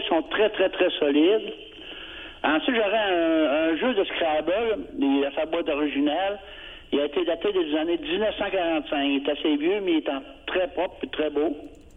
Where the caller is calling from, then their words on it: Saguenay, Quebec, Canada; Oui, j'appelle de Chicoutimi.